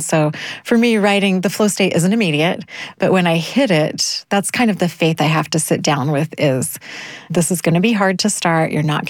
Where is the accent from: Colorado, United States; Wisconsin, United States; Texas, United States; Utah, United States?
Utah, United States; moved away; also born or lived in upstate New York; So I grew up in Southern Utah, which is very non-hydrated.